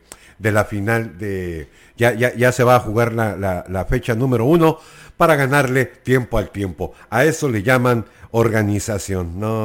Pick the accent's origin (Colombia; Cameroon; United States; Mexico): Mexico; nuestra realidad como mexicanos